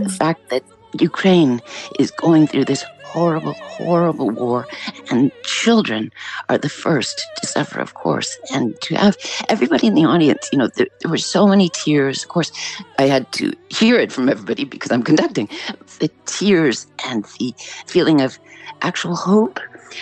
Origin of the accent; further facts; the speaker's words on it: Canada; So I'm very proud of my Canadian roots. I grew up in Canada